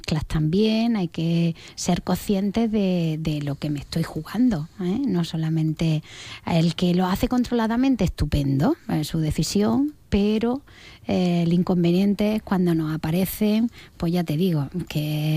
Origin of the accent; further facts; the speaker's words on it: Baza, Andalusia, Spain; Los que somos de Baza, pues tampoco estamos tan sumamente lejos.